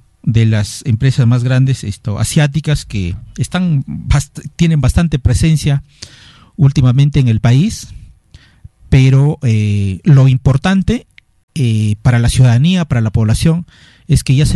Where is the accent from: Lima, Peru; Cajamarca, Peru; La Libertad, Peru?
La Libertad, Peru; Usquil; yo trabajo actualmente para Gaipampa, pero mi tierra es Usquil. Entonces, realmente es una buena noticia para los usquilanos.